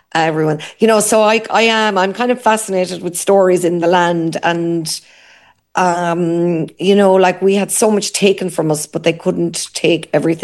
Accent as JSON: {"language": "English", "region": "Munster", "country": "Ireland", "tie": "born or raised there", "said": "growing up in Barra"}